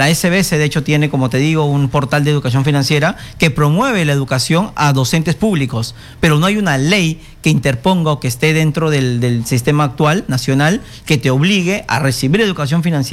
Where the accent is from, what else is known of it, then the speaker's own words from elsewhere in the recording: Lima, Peru; born there; Yo nací acá en Lima, ya yo soy tercera generación.